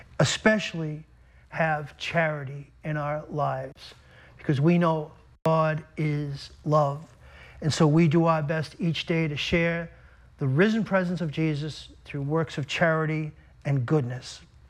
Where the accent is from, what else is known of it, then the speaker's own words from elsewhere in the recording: Belmont, Massachusetts, United States; my home over in Belmont, growing up